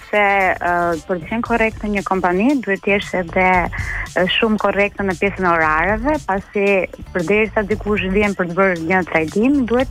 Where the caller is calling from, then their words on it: Tirana, Tirana County, Albania; jam nga Tirana.